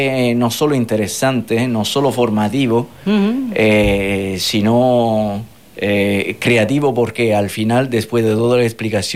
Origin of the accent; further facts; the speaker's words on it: Italy; Spanish is a second language; now in Fuerteventura, Spain; soy italiano